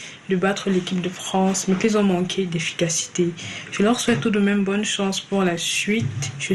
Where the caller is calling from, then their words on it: Yaoundé, Centre, Cameroon; depuis Yaoundé au Cameroun.